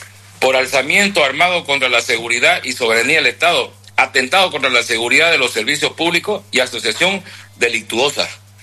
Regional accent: Santa Cruz, Bolivia; Los cruceños no vamos a permitir

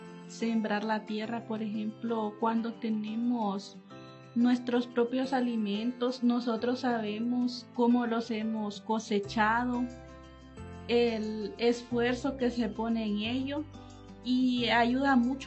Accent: Jiquilisco, Usulután, El Salvador; Muy buenos días … soy de la comunidad del Zamorano del distrito de Jiquilisco.

